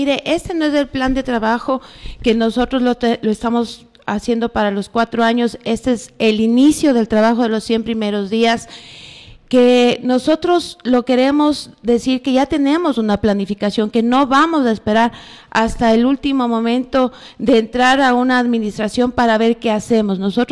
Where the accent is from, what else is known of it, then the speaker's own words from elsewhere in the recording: Ambato, Tungurahua, Ecuador; con todos quienes somos la gente de Ambato, quienes más nos necesitan, que son la gente del día a día